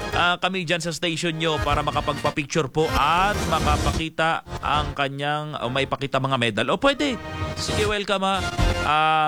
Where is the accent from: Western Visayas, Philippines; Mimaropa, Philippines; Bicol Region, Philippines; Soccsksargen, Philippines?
Mimaropa, Philippines; And so proud bilang Palawenyo po tayo na may nanalo tayong mga taga-Palawan.